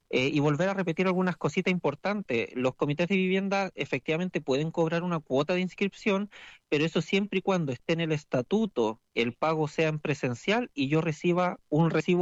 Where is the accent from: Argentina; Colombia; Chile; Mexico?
Chile; Panguipulli, Los Ríos; somos todos de Panguipulli